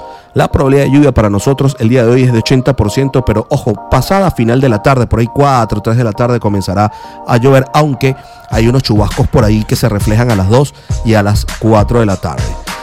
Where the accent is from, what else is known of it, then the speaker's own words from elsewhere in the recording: Puerto La Cruz, Anzoátegui, Venezuela; born there; moved away; Allá en mi tierra natal, en Puerto La Cruz, en Barcelona, estado Anzoátegui